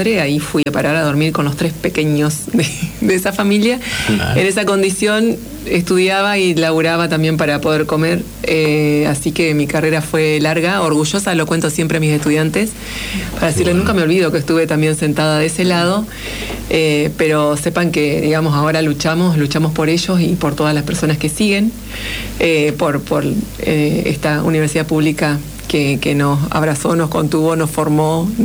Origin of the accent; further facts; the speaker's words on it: Gualeguaychú, Entre Ríos, Argentina; moved away as an adult; Yo vengo de Gualeguaychú.